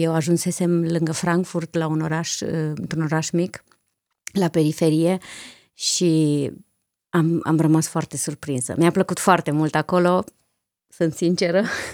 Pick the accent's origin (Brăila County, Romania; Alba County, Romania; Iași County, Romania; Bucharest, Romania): Alba County, Romania; Alba Iulia; now in Germany; Eu sunt din Transilvania, de unde vine Dracula, cum zicem de multe ori aici. Okay. Sunt din Alba Iulia, un oraș foarte frumos, care merită vizitat.